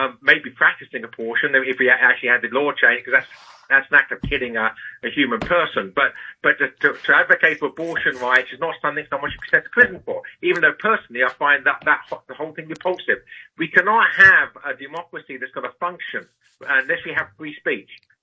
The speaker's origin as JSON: {"language": "English", "region": "England", "country": "United Kingdom", "tie": "born or raised there", "said": "I was sentenced to prison for editing a magazine in England, my native land, if you can tell from my accent."}